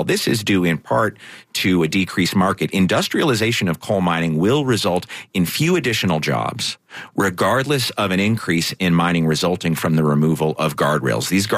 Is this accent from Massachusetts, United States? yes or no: no; Pennsylvania, United States; I'm from Pennsylvania. We know the history of Western Pennsylvania, not necessarily where I'm from